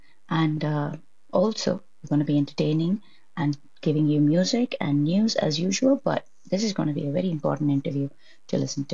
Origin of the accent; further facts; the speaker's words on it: India; moved away; You know, I come from India.